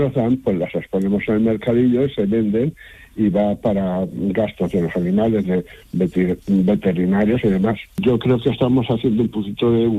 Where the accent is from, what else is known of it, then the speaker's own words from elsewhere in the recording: Madrid, Community of Madrid, Spain; also born or lived in Scotland; now in Priego de Córdoba, Spain; Yo soy natural de Madrid y mi mujer es de Escocia.